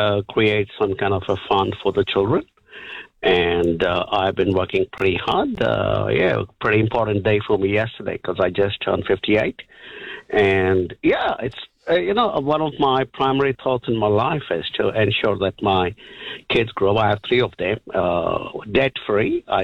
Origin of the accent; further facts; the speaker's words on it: India; also born or lived in United States / United Kingdom; now in New Zealand; Would you believe I'm actually Indian?